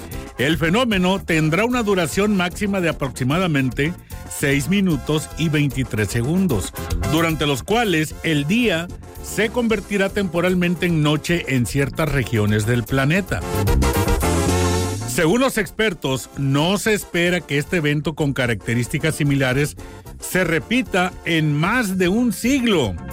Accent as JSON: {"language": "Spanish", "region": "Guerrero", "country": "Mexico", "tie": "born there", "said": "Nosotros nacimos en Guerrero"}